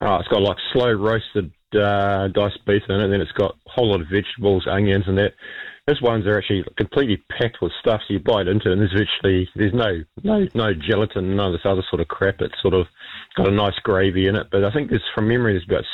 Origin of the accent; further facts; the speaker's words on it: Hamilton, Waikato, New Zealand; So, Calvin from the Tron store listening, because I'm from Hamilton as well.